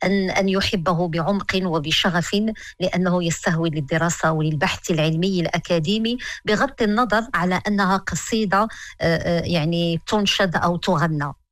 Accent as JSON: {"language": "Arabic", "country": "Morocco", "accent": "Moroccan Darija", "said": "أن أترك بلدي المغرب."}